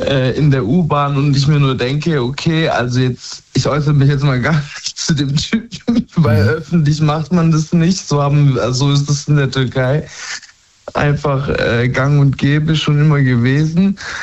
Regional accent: Baden-Württemberg, Germany; also ich komme ja aus dem Schwabeländle und da kann ich auch Schwäbisch schwätzen mit den Leuten

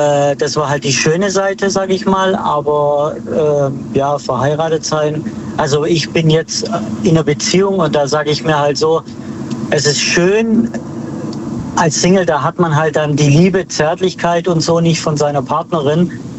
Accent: Baden-Württemberg, Germany; Aus dem Schwarzwald.

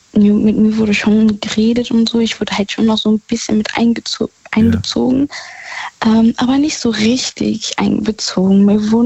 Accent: Rhineland-Palatinate, Germany; In der Nähe von Gerolstein.

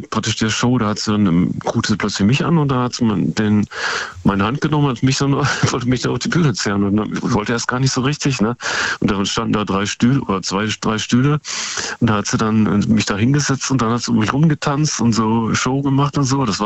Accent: Osnabrück, Lower Saxony, Germany; Das war nur, wo ich in Osnabrück, meine Heimatstadt, gewohnt hatte, bei meinem Vater, der hat da noch gelebt.

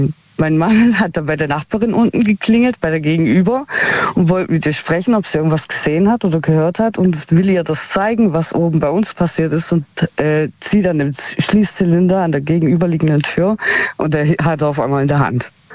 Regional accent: Heilbronn, Baden-Württemberg, Germany; Aus Heilbronn.

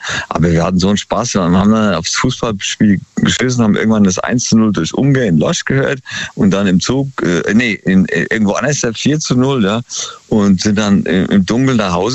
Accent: Palaikastro, Crete, Greece; Und dann am 5. von Athen übersieht auf Kreta, meine Heimat eigentlich, Paticastro.

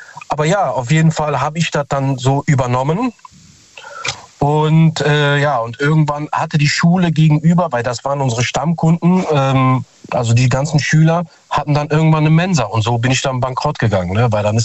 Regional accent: Cologne, North Rhine-Westphalia, Germany; aber ich bin ja aus Köln, Nordrhein-Westfalen und so.

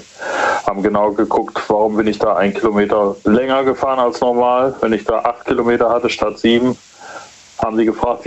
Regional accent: Stuttgart, Baden-Württemberg, Germany; ich komme aus Stuttgart und da gibt es viele Staffeln, da musst du die Staffeln hochrennen.

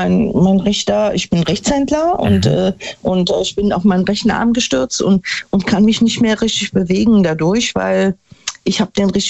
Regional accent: Neunkirchen-Seelscheid, North Rhine-Westphalia, Germany; Ja, ich bin aus Neunkirchen-Silscheid

